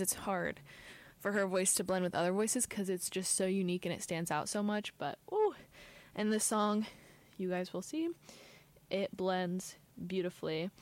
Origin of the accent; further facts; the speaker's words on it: Ohio, United States; I'm from Ohio, which is, like, the Midwest. But I am from Southern Ohio, so I live very close to the Southern border.